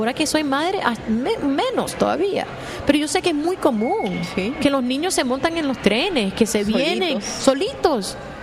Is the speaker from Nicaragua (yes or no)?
yes; Nicaragua; pero yo siempre digo que soy de Nicaragua.